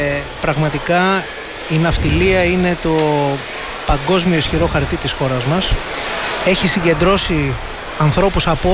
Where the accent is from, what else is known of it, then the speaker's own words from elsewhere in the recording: Greece; είμαστε υπερήφανοι που είμαστε Έλληνες